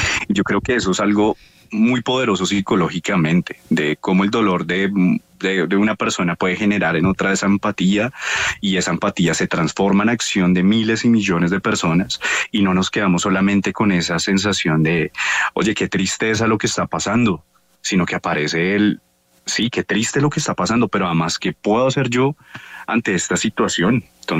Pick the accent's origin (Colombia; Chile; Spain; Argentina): Colombia; Como hermanos colombianos, como compatriotas.